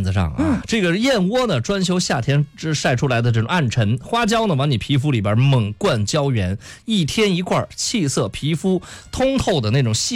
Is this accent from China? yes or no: yes; Luoyang, Henan, China; 为我的家乡洛阳代言。